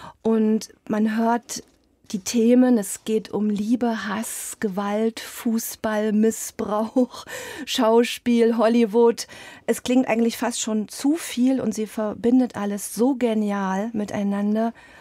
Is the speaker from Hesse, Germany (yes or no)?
no; Eisenach, Thuringia, Germany; Ich liebe Bach, ich komme aus Eisenach natürlich, bin mit der Musik groß geworden.